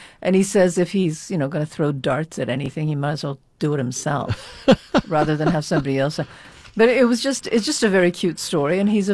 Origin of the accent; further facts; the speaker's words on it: Canada; we'd go, hi, we're from Canada and we'd like a Danish.